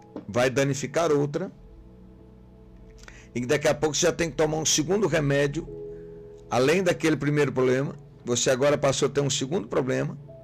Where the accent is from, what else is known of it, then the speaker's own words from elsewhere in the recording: Minas Gerais, Brazil; born there; moved away; lá na minha região, lá em Minas Gerais, lá no Vale do Rio Doce